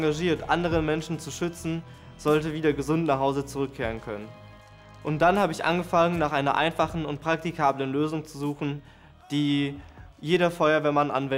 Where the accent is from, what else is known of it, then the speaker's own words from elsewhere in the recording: Andernach, Rhineland-Palatinate, Germany; Ich komme aus Andernach im schönen Rheinland-Pfalz und bin dort seit fast 10 Jahren ehrenamtlich bei der DLRG tätig.